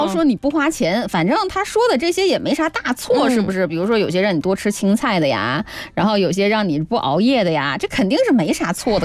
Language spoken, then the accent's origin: Chinese; Northeast China, China; moved away; 来自我们老家东北的哈，东北老家的那个